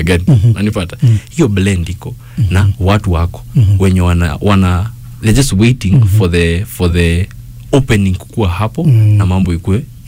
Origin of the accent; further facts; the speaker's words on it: Kajiado County, Kenya; mimi ni wa Kajiado North